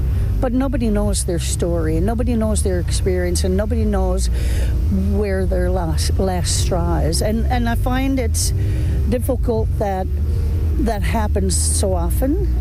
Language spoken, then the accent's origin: English; Makkovik, Newfoundland and Labrador, Canada; now in Goose Bay, Canada; I'm originally from Mokovic. I've been living in Goose Bay for too many years, and I'm a residential school survivor.